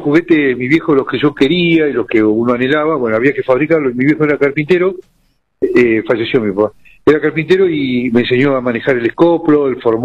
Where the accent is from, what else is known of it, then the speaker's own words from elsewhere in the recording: Neuquén, Argentina; born there; also born or lived in El Maitén, Chubut, Argentina; soy nacido en el Maitén, Chubut, provincia de Chubut. A ferroviario lo mandan trasladado acá a Neuquén.